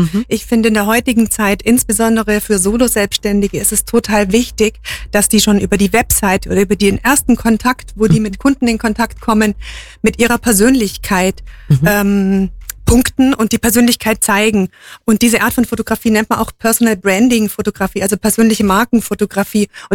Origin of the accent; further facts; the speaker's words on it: Memmingen, Bavaria, Germany; moved away; also born or lived in Munich; ich bin Memmingerin und war 20 Jahre in München, habe auch in München meine Fotografenlehre gemacht.